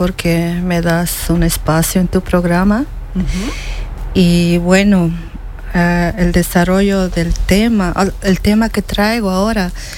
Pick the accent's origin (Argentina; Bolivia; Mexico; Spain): Bolivia; El Alto, La Paz; born there; also born or lived in Cochabamba; Yo nací en La Paz, en el Alto La Paz, que puedo adjuntar diciendo que es la ciudad más alta del mundo.